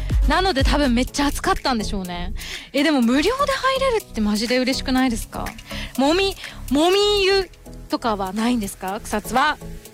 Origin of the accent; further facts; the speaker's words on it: Okinawa, Japan; moved away; 8月はちょっと長めに地元沖縄に帰ろうと思ってるんですよ。